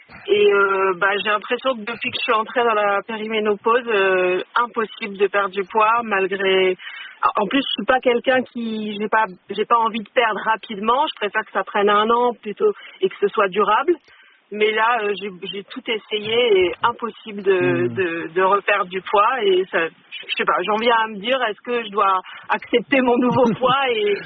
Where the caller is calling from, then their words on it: Grand Est, France; De Moselle.